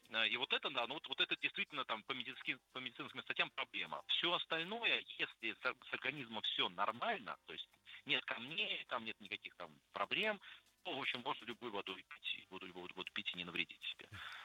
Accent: Saint Petersburg, Russia; born there; Я родился в Питере

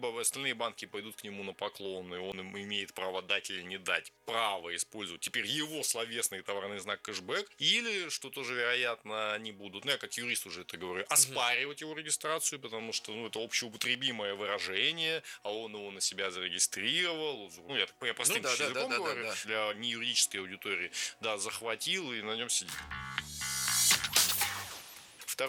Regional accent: Sakha Republic, Russia; Я сам родился и вырос в Якутии, да, во мне что-то якутская кровь.

